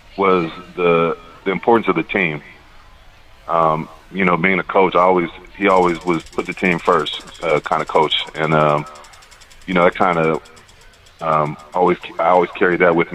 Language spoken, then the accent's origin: English; Los Angeles, California, United States; moved away as an adult; I'm from Los Angeles